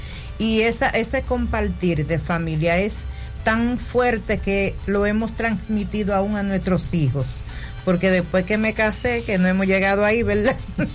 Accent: Higüey, La Altagracia, Dominican Republic; los demás nacieron allá en el campo, en Hato de Mana. Pero igual me crié ahí y no recuerdo bien si fue a los 14 años que salí o antes a vivir nuevamente para Higüey.

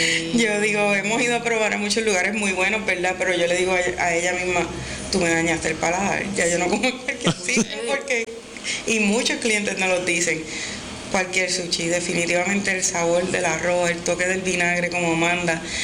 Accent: Sabana Grande, Puerto Rico; Yo soy de Sabana Grande, somos un pueblo, como digo Jan, con un paladar criollito.

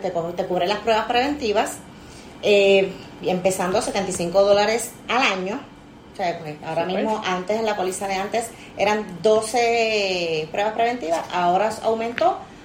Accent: Ponce, Puerto Rico; Pues yo vengo de Ponce.

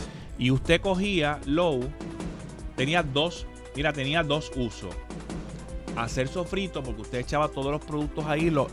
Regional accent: Quebradillas, Puerto Rico; allá en el oeste, yo vengo de Quebradilla

